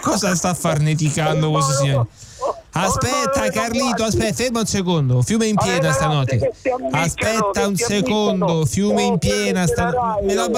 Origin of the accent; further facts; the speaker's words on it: Rome, Lazio, Italy; Siamo di Roma